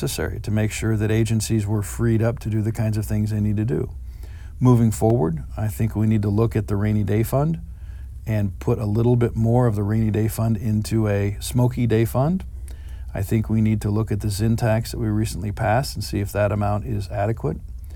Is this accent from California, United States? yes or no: no; Monmouth, Oregon, United States; I live on Main Street in Monmouth. I was raised in this community, went to school in this community